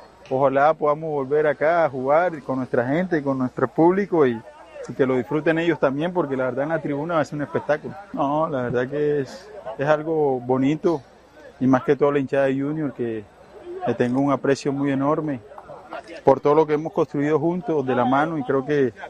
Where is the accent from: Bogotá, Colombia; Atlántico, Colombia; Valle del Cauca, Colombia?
Atlántico, Colombia; Barranquilla; soy barranquillero y amo esta institución